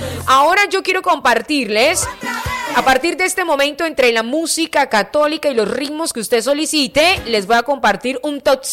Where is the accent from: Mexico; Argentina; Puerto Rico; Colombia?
Colombia